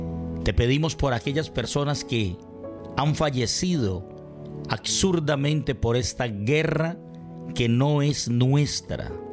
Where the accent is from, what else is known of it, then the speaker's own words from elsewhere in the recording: Colombia; Y eso es lo que debemos de pedir nosotros como colombianos.